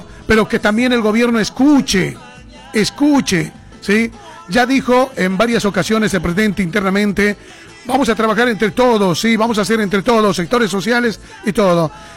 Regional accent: Bolivia; Todos somos bolivianos

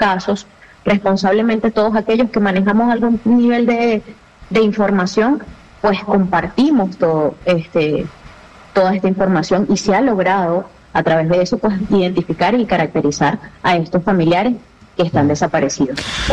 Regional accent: Venezuela; si algo nos caracteriza a nosotros como venezolanos

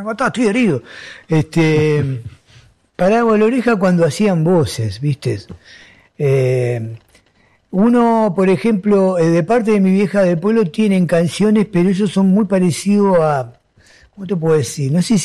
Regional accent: Argentina; born there; De mi familia, que somos familia italiana. Yo soy nacido acá en Argentina, primera generación, nacido de los emigrantes, ¿no? Que llegaron. Tanto de parte de mis padres como de mi madre, imagínate que son napolitanos.

